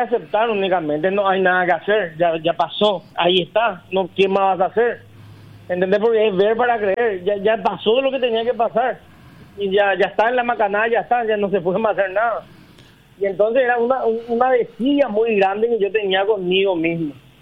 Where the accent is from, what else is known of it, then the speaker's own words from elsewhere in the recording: Paraguay; yo soy un paraguayo